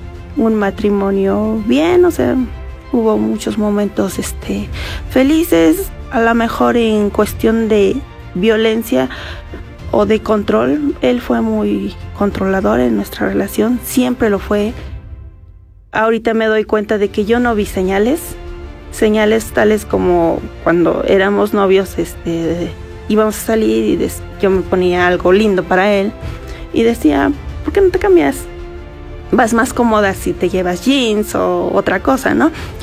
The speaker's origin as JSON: {"language": "Spanish", "town": "Ixmiquilpan", "region": "Hidalgo", "country": "Mexico", "tie": "born or raised there", "said": "Yo soy originaria de Ixmiquilpan, un municipio cercano aquí. Me vine a estudiar la preparatoria y después obviamente me quedé aquí a estudiar la carrera."}